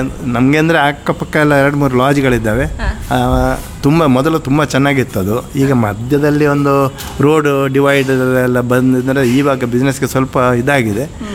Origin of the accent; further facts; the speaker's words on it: Padubidri, Karnataka, India; moved away as an adult; also born or lived in Bangalore; now in Shivamogga, India; ನಾನು ಹುಟ್ಟಿದ್ದು ನಮ್ಮ ಉಡುಪಿ, ಆವಾಗ ದಕ್ಷಿಣ ಕನ್ನಡ ಜಿಲ್ಲೆ ಇತ್ತು, ಉಡುಪಿ ಇದರಲ್ಲಿ ಡಿಸ್ಟ್ರಿಕ್ಟ್ ಅಲ್ಲಿ ಪಡುಬಿದ್ರಿ ಎಂಬ ಊರಲ್ಲಿ, ನರ್ಸಾಲ್ ಗ್ರಾಮ ಅಂತೇಳಿ. ಅಲ್ಲಿ ನಾನು SLC ವರೆಗೆ ಅದೇ ಪಡುಬಿದ್ರಿಯಲ್ಲಿ ಎಜುಕೇಷನ್ ಮಾಡಿ